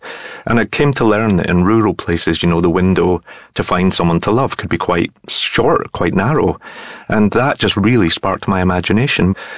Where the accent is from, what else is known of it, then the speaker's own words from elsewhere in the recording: Glasgow, Scotland, United Kingdom; Yes, I mean, I'm a Scotsman who grew up in Glasgow, but I had never been to the Outer Hebrides before.